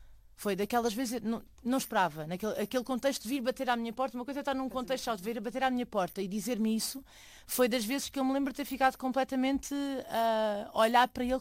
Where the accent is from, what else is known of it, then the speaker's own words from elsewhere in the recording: Lisbon, Portugal; born there; eu nasci em Lisboa, mas eu não tenho relação nenhuma com Lisboa.